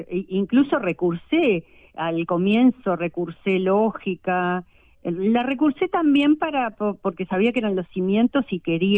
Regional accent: Rocha, Uruguay; now in Minas de Corrales, Uruguay; Porque originalmente vine de Rocha para acá para estudiar justamente.

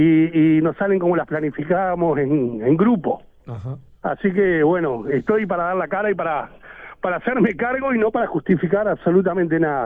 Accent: Uruguay; el dolor que tenemos todos como uruguayo

